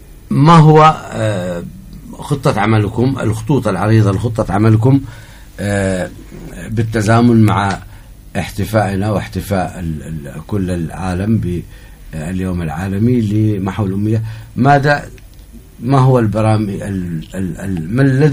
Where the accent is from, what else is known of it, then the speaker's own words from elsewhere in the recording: Hadhramaut, Yemen; صار عندنا في حضرموت كثير من المتسربين من الدراسة